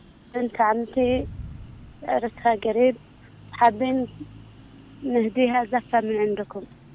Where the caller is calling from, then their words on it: Al Jawf, Yemen; من الجوف.